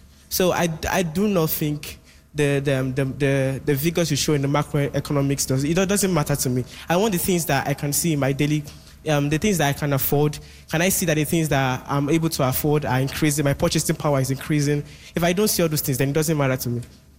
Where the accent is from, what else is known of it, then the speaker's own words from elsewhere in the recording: Nigeria; I'm a Nigerian, and I live in Nigeria, I stay in Nigeria, I eat the things that Nigeria eats.